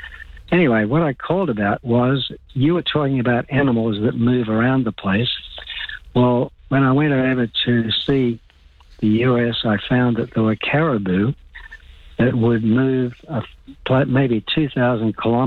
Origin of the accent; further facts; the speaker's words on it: Queensland, Australia; When I grew up in Queensland